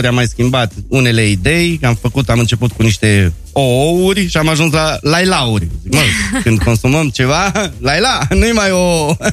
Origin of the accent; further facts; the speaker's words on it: Cluj-Napoca, Cluj County, Romania; accent: Transylvanian (ardelean); nu trebuie să-mi pierd accentul ăsta de ardelean, pentru că noi suntem clujeni.